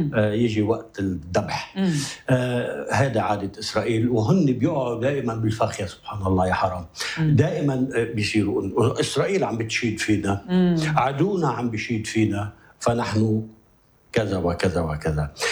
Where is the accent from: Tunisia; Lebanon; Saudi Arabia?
Lebanon; Beqaa; أنا من البقاع الغربي